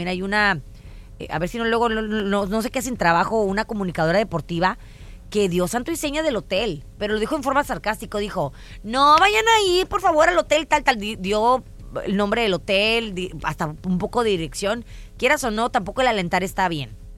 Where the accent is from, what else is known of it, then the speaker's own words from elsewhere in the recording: Mexico; lo único que hacen es hacernos quedar mal como mexicanos, ¿no?